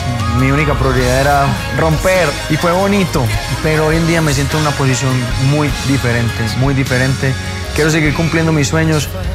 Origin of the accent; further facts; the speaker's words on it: Medellín, Antioquia, Colombia; tengo la prioridad de disfrutar más mi tierra, Medellín, tengo la prioridad de volver cada vez más a mi esencia